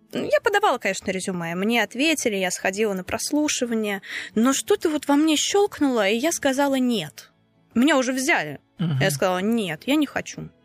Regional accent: Nizhny Novgorod, Nizhny Novgorod Oblast, Russia; Естественно, что я нижегородка, я никуда уезжать в другой город не хочу. Мне здесь комфортно, мне здесь хорошо, у меня здесь, ну, вся жизнь здесь вся моя.

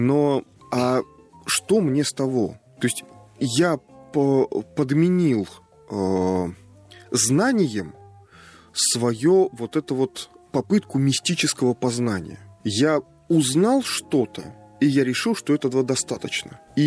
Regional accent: Nizhny Novgorod Oblast, Russia

